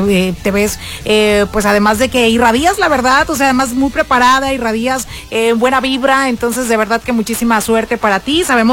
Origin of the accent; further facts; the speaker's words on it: Sinaloa, Mexico; todos somos sinaloenses